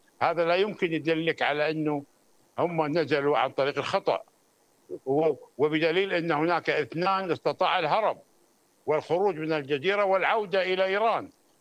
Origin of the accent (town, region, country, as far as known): Kuwait